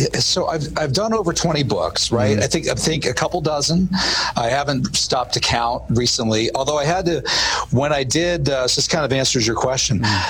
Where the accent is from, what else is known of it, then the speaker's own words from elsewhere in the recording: Butler, Pennsylvania, United States; given what happened in my hometown of Butler, Pennsylvania.